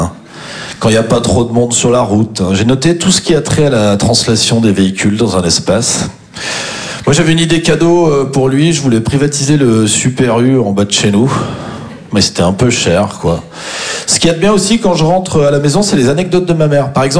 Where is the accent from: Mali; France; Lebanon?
France; Champagnole, Bourgogne-Franche-Comté; Non, je suis originaire d'une petite commune qui s'appelle Champagnol.